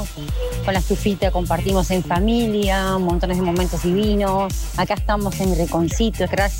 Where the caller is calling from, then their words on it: San José de Mayo, San José, Uruguay; Soy de San José